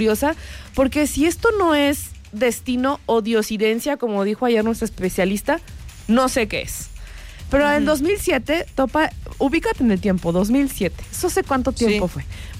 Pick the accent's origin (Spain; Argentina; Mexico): Mexico; Creo que los mexicanos ya no queremos decir nada